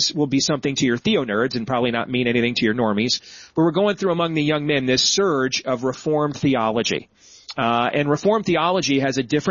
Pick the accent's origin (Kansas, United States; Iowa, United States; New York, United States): Iowa, United States; And so already in my home state of Iowa, the calls are already coming